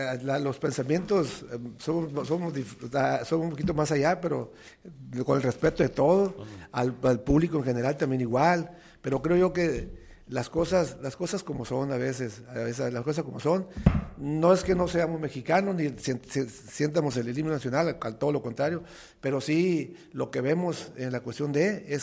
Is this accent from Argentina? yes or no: no; Mexico; Yo sigo siendo mexicano, soy mexicano, pero lo que pasa, soy realista también.